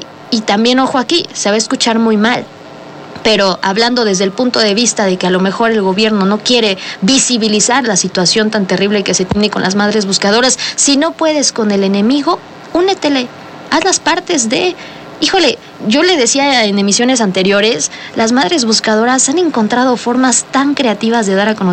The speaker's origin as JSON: {"language": "Spanish", "country": "Mexico", "said": "nosotros como mexicanos"}